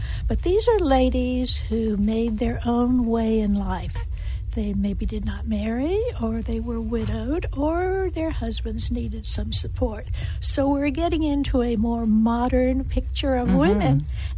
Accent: the South, United States; accent: southern; now in Salem, United States; My southern accent certainly comes through.

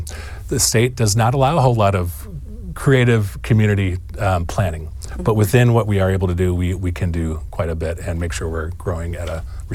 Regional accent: Midwest, United States; now in Oregon, United States; I grew up in the Midwest.

